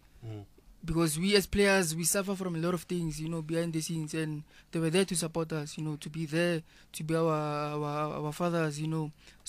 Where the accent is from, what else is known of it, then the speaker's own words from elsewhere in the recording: Pretoria, Gauteng, South Africa; I'm from Pretoria, Proclamation Hill.